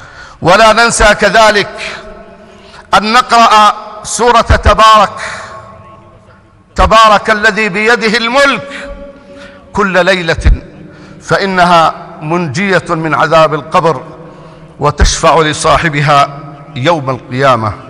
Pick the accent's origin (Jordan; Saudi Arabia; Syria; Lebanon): Jordan; احفظ بلدنا الأردن